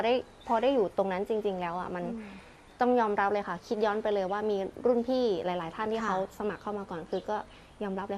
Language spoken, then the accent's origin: Thai; Ubon Ratchathani, Thailand; เป็นคนจังหวัดอุบลราชธานีค่ะ